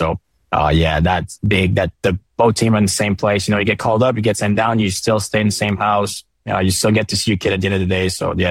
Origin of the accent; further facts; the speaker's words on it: Canada; start skating at 3, start playing at 4 in my hometown, and, graduated the level. Normally as a kid, played Timbits, as we call them back home